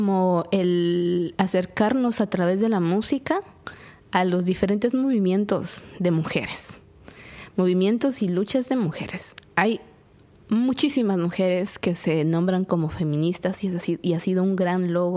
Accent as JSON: {"language": "Spanish", "country": "Guatemala", "said": "yo soy de Guatemala"}